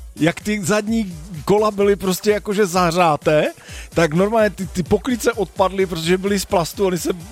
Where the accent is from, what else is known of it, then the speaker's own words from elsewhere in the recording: Vratimov, Moravian-Silesian Region, Czechia; born there; my jsme z Vratimova